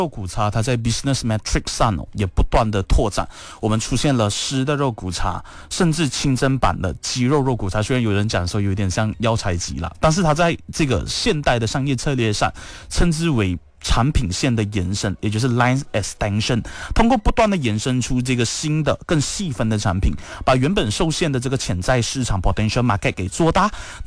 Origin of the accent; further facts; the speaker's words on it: Malaysia; 我们马来西亚